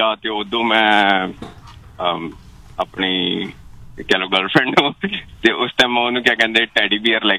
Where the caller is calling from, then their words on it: Chandigarh, India; ਮੈਂ ਚੰਡੀਗੜ੍ਹ ਤੋਂ।